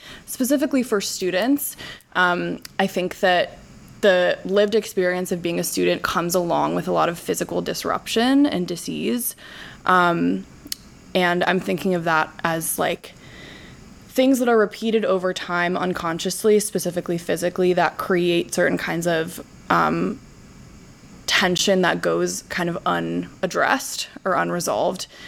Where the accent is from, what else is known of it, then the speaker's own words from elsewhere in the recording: Chicago, Illinois, United States; I'm a rising senior. I'm from Chicago, Illinois